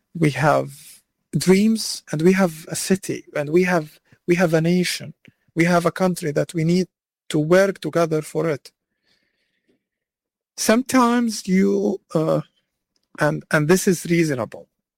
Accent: Gaza Strip, Palestine

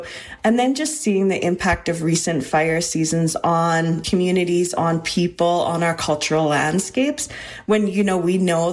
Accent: Alberta, Canada; moved away as an adult; I grew up in Northern Alberta. And so there, you know, I would say that fire was a much more natural part of the landscape. Like it wasn't until I moved south to go to university

